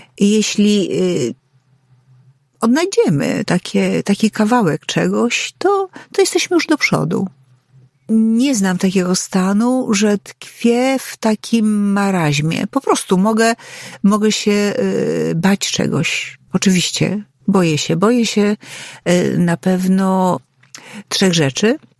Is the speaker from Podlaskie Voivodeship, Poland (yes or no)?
yes; Podlaskie Voivodeship, Poland; Ja jestem, że tak powiem, ze ściany wschodniej, czyli jestem spod Białegostoku. W tej chwili właściwie już jest to dzielnica Białegostoku.